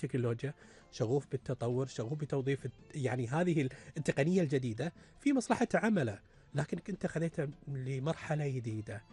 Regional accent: Kuwait; مدى مساهمتنا احنا ككويتيين

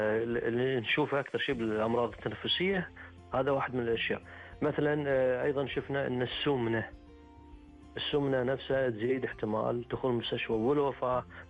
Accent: Kuwait; عندنا بالكويت

